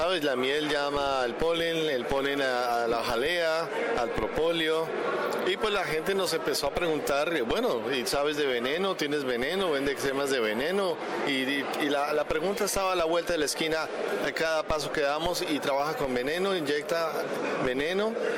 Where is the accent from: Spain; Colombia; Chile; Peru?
Colombia; soy de Colombia.